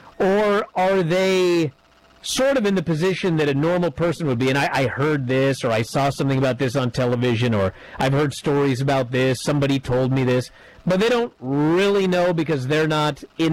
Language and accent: English; Bothell, Washington, United States; the local Bothell mayor here in my hometown